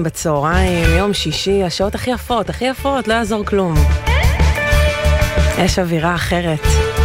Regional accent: Ashdod, Southern District, Israel; אצלנו באשדוד

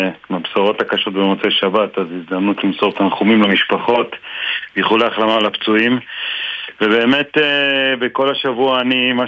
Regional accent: Beit El, West Bank, Palestine; אבל אני בן בית אל בילדותי, ואחד מילדי בית אל זה גם בצלאל סמוטריץ', שר האוצר

